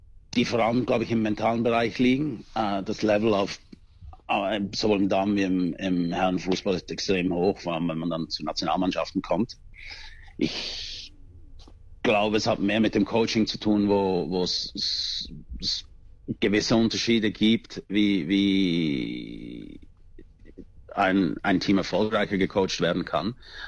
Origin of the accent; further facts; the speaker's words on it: Switzerland; Als Schweizer